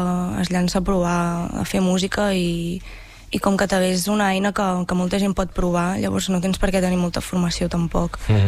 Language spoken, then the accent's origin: Catalan; Ribes de Freser, Catalonia, Spain; born or raised there